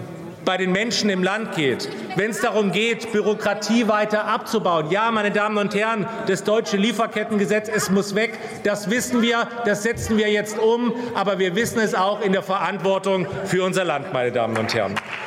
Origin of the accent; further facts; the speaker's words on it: Baden-Württemberg, Germany; Auch in meinem Heimatland Baden-Württemberg, in meinem Wahlkreis, werden Arbeitsplätze abgebaut.